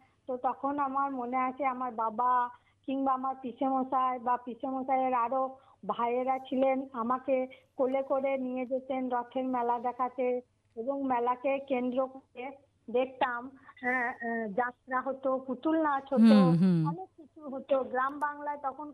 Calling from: Bolpur, West Bengal, India; আমি বোলপুর বীরভূম থেকে

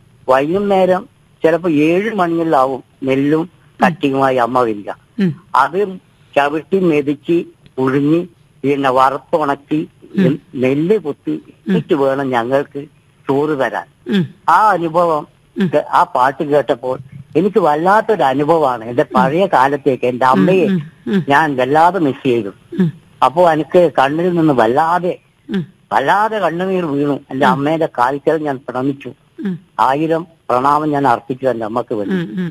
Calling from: Irikkur, Kerala, India; ഇരിക്കൂർ ആയിപ്പുഴയിൽ നിന്ന്.

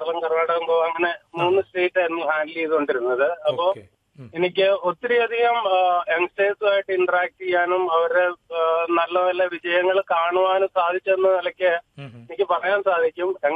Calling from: Mulanthuruthy, Kerala, India; മുളന്തുരുത്തിയാണ് എന്റെ സ്വദേശം, ചോട്ടാനിക്കര അടുത്ത്.

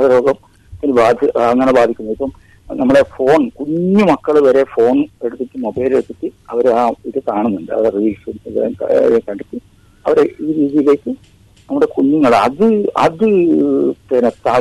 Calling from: Kasaragod, Kerala, India; ഞാൻ കാസർഗോഡ് നിന്നാണ് വിളിക്കുന്നു.

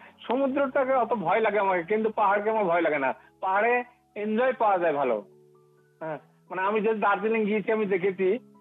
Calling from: Baharampur, West Bengal, India; আমি পশ্চিমবঙ্গের মুর্শিদাবাদের বহরমপুর থেকে

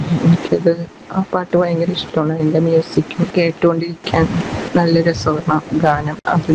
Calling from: Kochi, Kerala, India; കൊച്ചിയിൽ നിന്നാണ്.

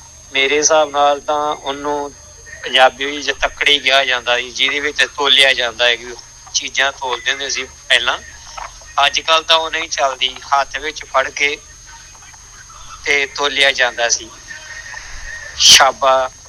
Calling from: Tarn Taran district, Punjab, India; ਜ਼ਿਲ੍ਹਾ ਤਰਨ ਤਾਰਨ ਪਿੰਡ ਮੂਸੇ ਤੋਂ ਬੋਲ ਰਿਹਾ ਜੀ।

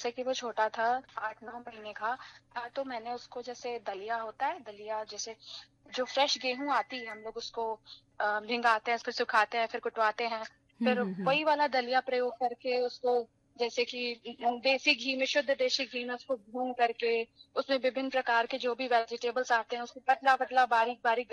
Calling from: Varanasi, Uttar Pradesh, India; मैं तो वाराणसी से हूँ।

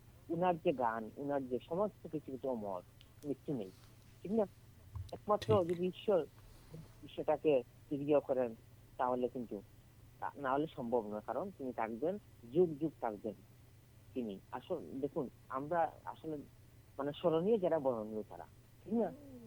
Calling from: Tribhumi district, Assam, India; অসম রাজ্যের ত্রিভূমি জেলা থেকে বলছি।

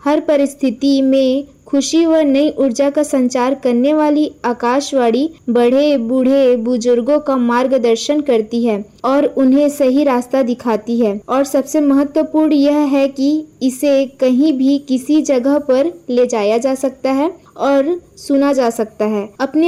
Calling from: Raigarh, Chhattisgarh, India; बेरदगर रायगढ़ की निवासी हूँ

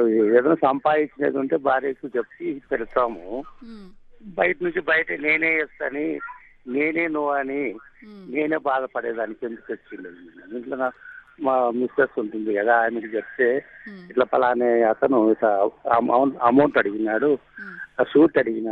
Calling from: Kurnool, Andhra Pradesh, India; Madam నేను కర్నూలు నుంచి madam.

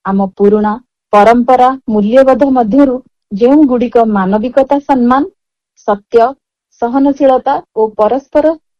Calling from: Cuttack, Odisha, India; ମୁଁ ଜଣେ ଆଇନଜୀବୀ, ମୁଁ କଟକରୁ କହୁଛି।

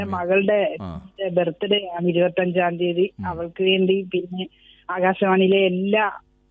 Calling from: Mavelikkara, Kerala, India; ഞാൻ ആലപ്പുഴ ജില്ലയിൽ നിന്ന് വിളിക്കുവാണേ. മാവേലിക്കര.

